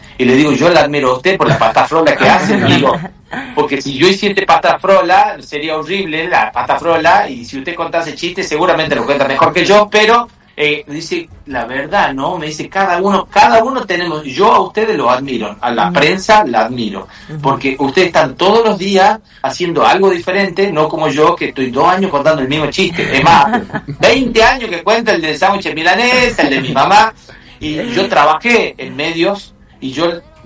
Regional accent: San Miguel de Tucumán, Tucumán, Argentina; yo nazco en el 78 acá en Tucumán

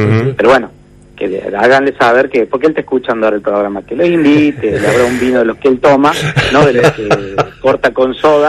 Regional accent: Córdoba, Argentina; moved away as an adult; now in near Paysandú (Entre Ríos), Argentina; yo en esa época viví en Córdoba, obviamente se nota que soy cordobés, viví en Córdoba

